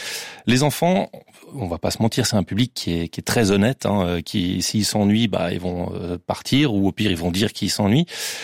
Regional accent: Valais, Switzerland; Son retour divise notamment dans des régions comme le Jura ou chez moi en Valais.

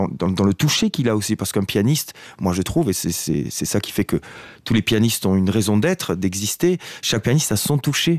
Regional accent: Occitanie, France; moi je suis des Hautes-Pyrénées, donc c'est un endroit où, voilà, c'est l'endroit où je suis né et où j'habite encore aujourd'hui d'ailleurs

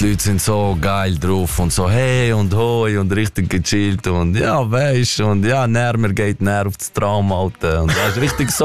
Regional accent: Switzerland; born there; moved away; also born or lived in Pfäffikon; Aber ich bin eine Zeit in Golda aufgewachsen und dort haben wir auch andere Slangwörter als im Pfeffiker.

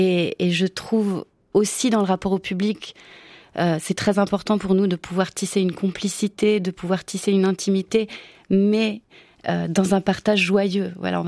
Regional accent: Italy; first language Italian; French is a second language; moved away; je suis italienne à mon tour

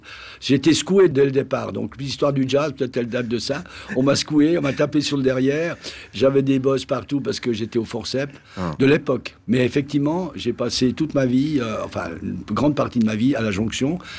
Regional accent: Italy; en tant qu'Italien à ce moment-là, après la Première Guerre, surtout après la Deuxième Guerre, puisque je suis né comme en 44

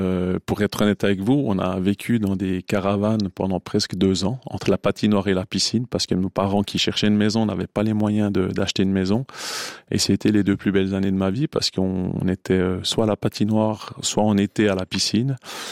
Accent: Courtemaîche, Jura, Switzerland; Je viens de Courtemèche.

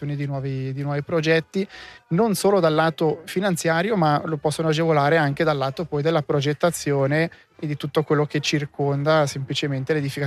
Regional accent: Acquarossa, Ticino, Switzerland; io sono nato e cresciuto a Ponte Valentino, ora frazione di Acquarossa, ho una cascina in montagna

